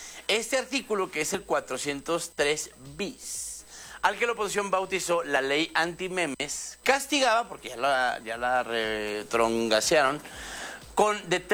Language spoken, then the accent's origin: Spanish; Chihuahua, Mexico; yo soy chihuahuense